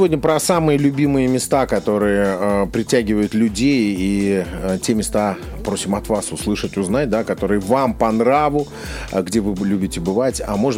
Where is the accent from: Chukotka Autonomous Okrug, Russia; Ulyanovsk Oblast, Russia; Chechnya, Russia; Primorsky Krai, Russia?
Primorsky Krai, Russia; Dalnerechensk; там на малой родине в Донереченске вижу детскую площадку, как на пустыре благородили, сделали очень крутую площадку.